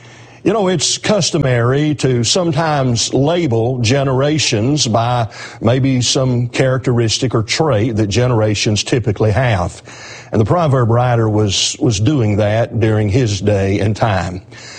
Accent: Alabama, United States; So we have Tennessee and Mississippi, and I'm from Alabama, so we've got a lot of the South represented today.

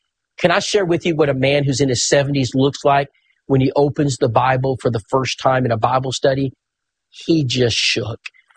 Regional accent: Bulverde, Texas, United States; When I was a young man growing up in Bulverde, Texas, my next door neighbor just across the block was Mel Hutzler

